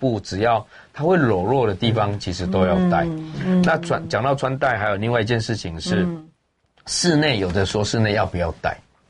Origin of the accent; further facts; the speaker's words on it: Penghu County, Taiwan; 我们像我们澎湖人，我们澎湖有三个太阳